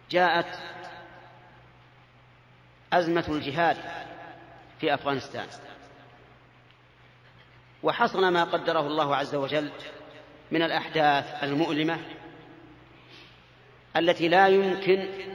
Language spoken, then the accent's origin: Arabic; Saudi Arabia; هنا عندنا في السعودية